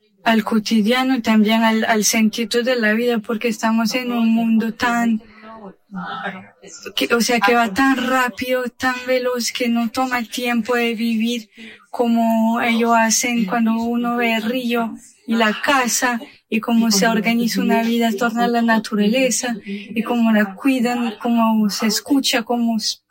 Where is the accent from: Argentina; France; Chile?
France; Strasbourg, Grand Est